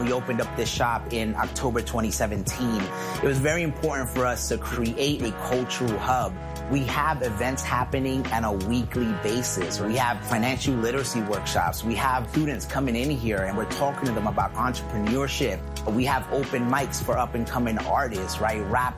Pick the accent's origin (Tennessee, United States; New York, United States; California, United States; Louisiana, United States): New York, United States; New York City; growing up in the Bronx, all we heard was negative things.